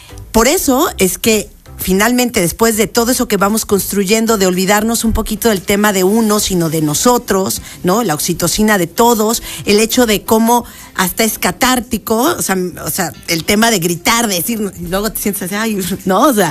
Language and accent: Spanish; Mexico